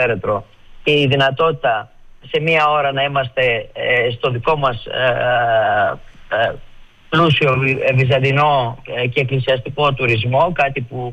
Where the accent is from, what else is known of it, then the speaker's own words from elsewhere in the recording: Western Macedonia, Greece; στην περιοχή μας και ειδικά στο χωριό μου και στην Καστοριά